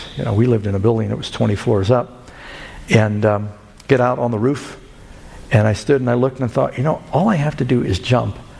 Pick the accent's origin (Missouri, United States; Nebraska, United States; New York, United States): New York, United States; New York City; also born or lived in Burbank, California; Now, I grew up mostly in New York City. I'm born in Southern California, in Burbank. I grew up Mom moved to New York City after she divorced Dad.